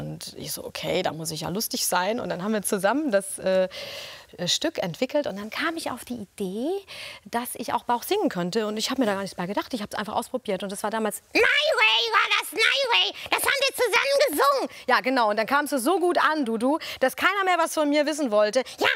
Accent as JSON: {"language": "German", "region": "North Rhine-Westphalia", "country": "Germany", "tie": "born or raised there", "said": "weil ich komme ja gebürtig aus dem Ruhrgebiet."}